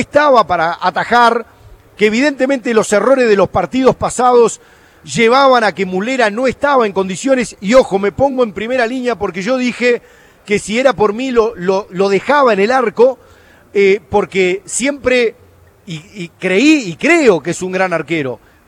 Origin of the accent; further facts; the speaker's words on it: Uruguay; todos los uruguayos